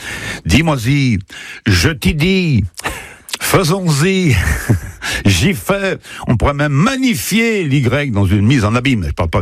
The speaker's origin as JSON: {"language": "French", "region": "Auvergne-Rhône-Alpes", "country": "France", "said": "on est d'ici"}